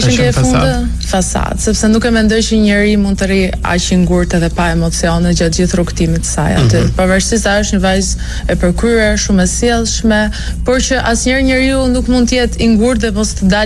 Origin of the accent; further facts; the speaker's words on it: Durrës, Durrës County, Albania; Unë jam nga Durrësi, por më origjin jam Çame.